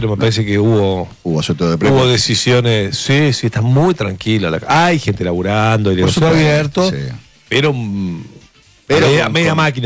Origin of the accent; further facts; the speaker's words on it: Argentina; yo tengo nacionalidad argentina, no tengo doble nacionalidad, ni triple nacionalidad, tengo pasaporte argentino